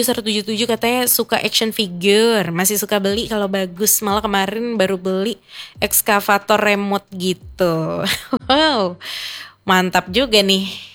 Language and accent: Indonesian; Jakarta, Indonesia; moved away as an adult; now in Manado, Indonesia; Aku orang Jakarta yang merantau ke sini gitu kan, ke Manado, terus siaran di sini gitu.